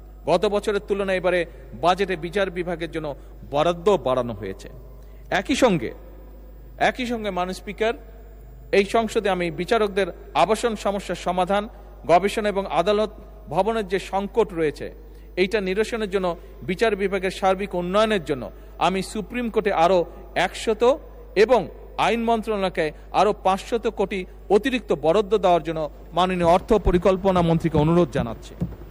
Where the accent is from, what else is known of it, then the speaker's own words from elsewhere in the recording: Bangladesh; আমরা বাংলাদেশের মানুষ পরিশ্রমী মানুষ